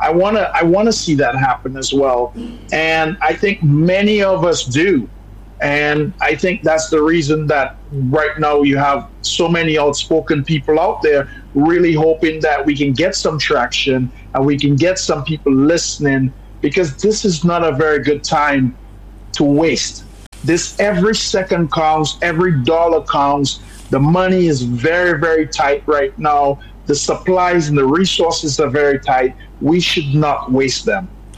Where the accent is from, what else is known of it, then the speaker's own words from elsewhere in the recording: Dominica; moved away; I am from Dominica and I love my country very much.